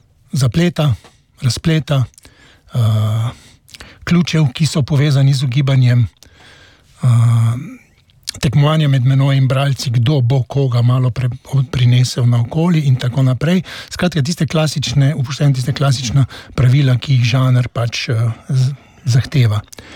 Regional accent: Maribor, Drava, Slovenia; jaz večino svojega življenja živim, sem preživel v Mariboru. Tu sem se rodil, tu sem odraščal, razen par let študija, sem tu ves čas.

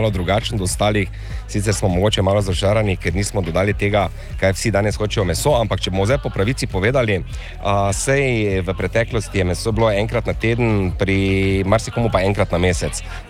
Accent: Maribor, Styria, Slovenia; Ker smo vsi Mariborčani, vsi smo Štajerci, vsi smo Slovenci

